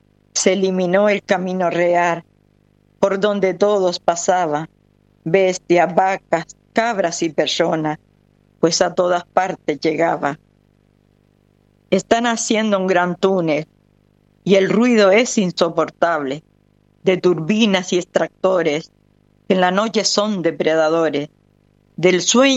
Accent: Canary Islands, Spain; born there; yo nací en esa zona, en el Lomito Coneja

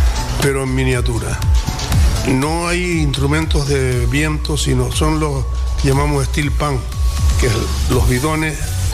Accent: Santa Cruz de Tenerife, Canary Islands, Spain; Yo nací en el Toscal, en la calle. No es el Toscal tal, pero para mí sí es. La calle Suárez Guerra, al lado de la Academia Baico.

